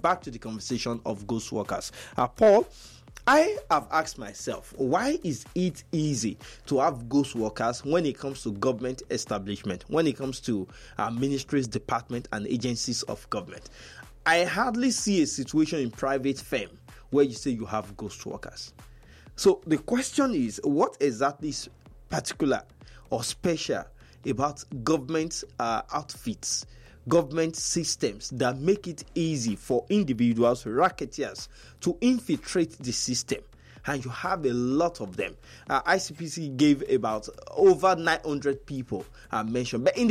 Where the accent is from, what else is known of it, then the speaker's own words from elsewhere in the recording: Yorubaland, Nigeria; I see myself first as a Yoruba man.